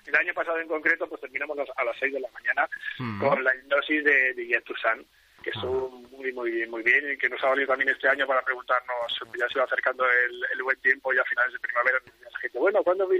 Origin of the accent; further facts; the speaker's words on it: Extremadura, Spain; paisanos somos todos los extremeños